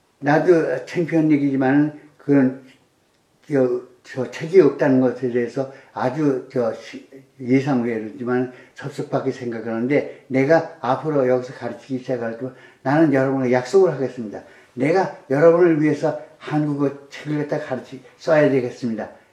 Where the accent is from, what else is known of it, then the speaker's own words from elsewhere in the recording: Seoul, South Korea; born there; 그냥 내가 하는, 나 서울 태생인데, 네.